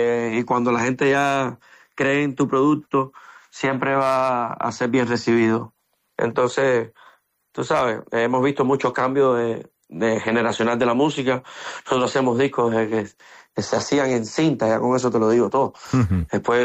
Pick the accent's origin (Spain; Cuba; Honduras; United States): Cuba; moved away; Porque venimos de Cuba, una isla que a pesar de todos los problemas que tiene, yo creo que pronto va a estar más viva que nunca.